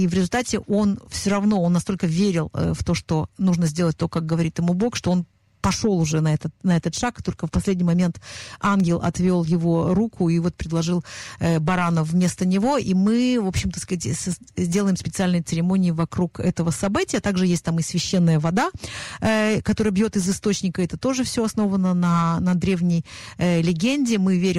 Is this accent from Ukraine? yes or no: no; Israel; В Саудовской Аравии прекрасно знают, что мы из Израиля, но такова процедура.